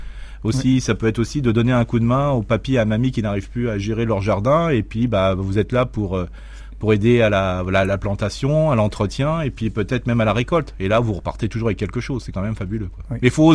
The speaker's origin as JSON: {"language": "French", "region": "Grand Est", "country": "France", "said": "on est alsacien"}